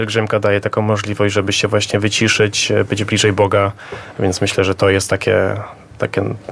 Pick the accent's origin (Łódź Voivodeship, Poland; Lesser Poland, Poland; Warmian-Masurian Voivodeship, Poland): Warmian-Masurian Voivodeship, Poland; wcześniej jeszcze 6 razy byłem z moich rodzinnych stron z diecezją elbląską.